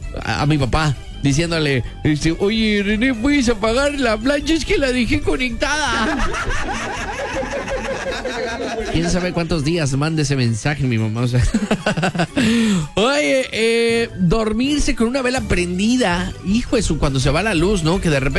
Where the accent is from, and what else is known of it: Mexico